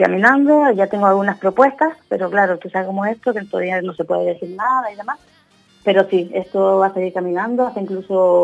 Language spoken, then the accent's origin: Spanish; Teror, Canary Islands, Spain; born there; Yo nací en Teror, nací en casa de mi abuelita, con una comadrona que no me acuerdo cómo se llamaba, la comadrona que había en aquel entonces, y nací en casa de mi abuela.